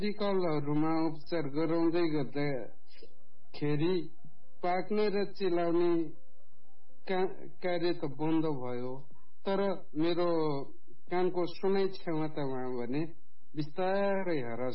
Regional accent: Punarbas, Sudurpashchim Province, Nepal; also born or lived in Dhangadhi, Kailali; मेरो घर चाहिँ कञ्चनपुर पुनर्वास नगरपालिका, र मेरो जन्म चाहिँ विक्रम सम्वत 2056 सालमा भएको हो यही स्थानमा नै। हाल म स्नातक चौथो वर्षमा धनगढी कैलालीमा सुदूरपश्चिमाञ्चल एकाडेमी क्याम्पसमा

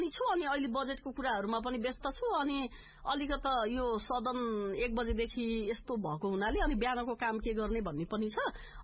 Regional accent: Dang, Lumbini Province, Nepal; मेरो दाङ देशलाई

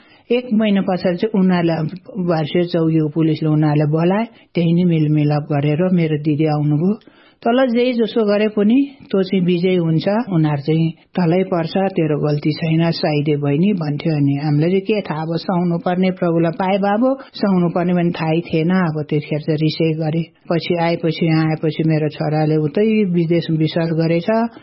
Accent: Sindhupalchok, Bagmati, Nepal; मेरो गाउँ घर चाहिँ सिन्धुपाल्चोक हो।

